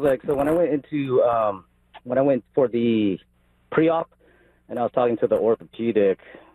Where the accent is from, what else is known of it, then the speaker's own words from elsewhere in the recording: Los Angeles, California, United States; I grew up in L.A. I went to Fairfax High.